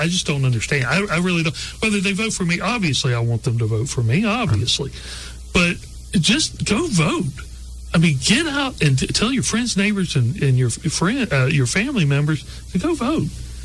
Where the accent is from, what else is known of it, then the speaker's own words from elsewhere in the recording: Alabama, United States; because I grew up in Baldwin County, lived in the Wiregrass.